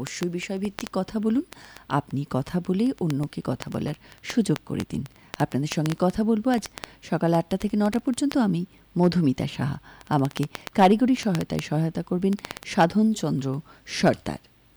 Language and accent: Bangla; Murshidabad, West Bengal, India; born there; আমরা মুর্শিদাবাদে জন্মেছি, আমরা মুর্শিদাবাদে বাস করি।